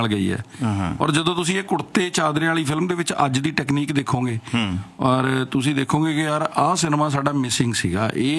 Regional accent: Punjab, India

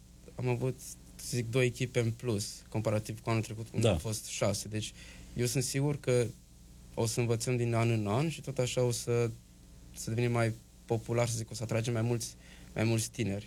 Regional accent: Romania; noi ca români

